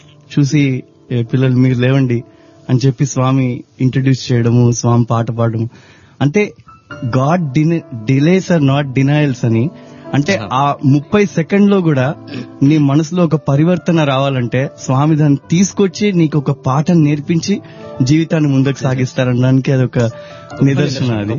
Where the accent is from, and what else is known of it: Andhra Pradesh, India